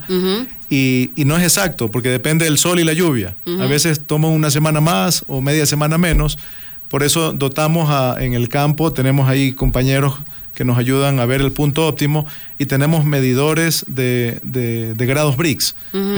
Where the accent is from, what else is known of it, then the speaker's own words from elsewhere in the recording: Ecuador; somos ecuatorianos.